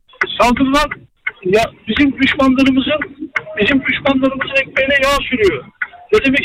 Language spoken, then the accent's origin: Turkish; Erzurum, Turkey; ya ben Diyarbakırlı falan değil, ben Erzurumluyum.